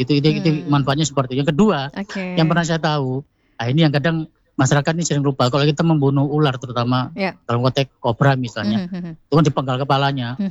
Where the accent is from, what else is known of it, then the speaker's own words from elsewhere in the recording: East Java, Indonesia; Kalau dalam bahasa kita Jawa Timuran